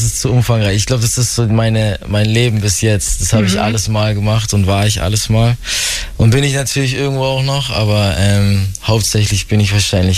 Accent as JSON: {"language": "German", "region": "Bavaria", "country": "Germany", "tie": "born or raised there"}